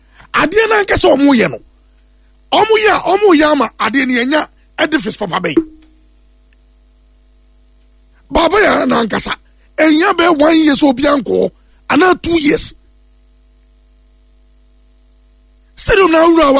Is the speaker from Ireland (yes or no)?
no; Ghana; So as a Ghanaian, when a coach who just came